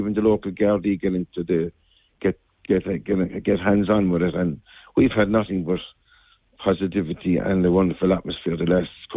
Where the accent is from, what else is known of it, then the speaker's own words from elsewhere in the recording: Cork, Munster, Ireland; I am from Cork